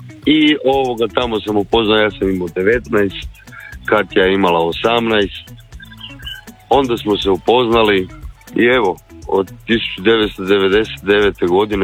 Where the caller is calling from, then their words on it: Zagreb, City of Zagreb, Croatia; ja sam bio iz Zagreba